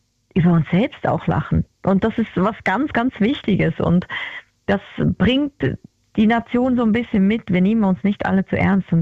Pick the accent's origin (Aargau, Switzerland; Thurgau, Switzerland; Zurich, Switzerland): Zurich, Switzerland; Das Cover von dieser Single ist nämlich der Zürichsee, also ist meine Heimat.